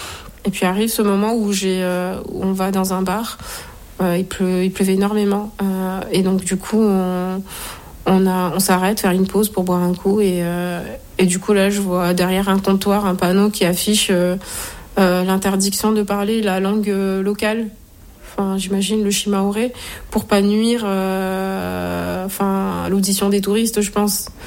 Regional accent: Mayotte; J'étais droite dans mes bottes en me disant je viens là où j'ai grandi et c'est chez moi.

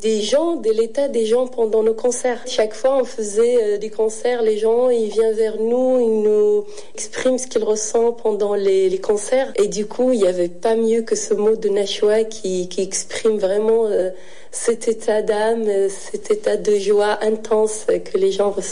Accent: Morocco; moved away; j'étais vraiment très émue de vous déjà être dans mon pays natal

